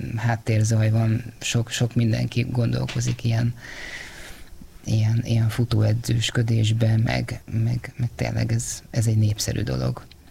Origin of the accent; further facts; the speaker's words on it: Budapest, Hungary; Igen, gyerekkorom óta ott lakom a hegyen, aha, a 12. kerület, akkor egy 2 kilométer sugarú körben nőttem föl